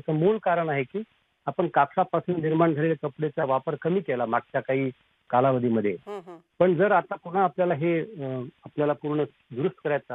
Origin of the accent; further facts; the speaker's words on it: Nanded, Maharashtra, India; मी राहणार नांदेडचा आहे.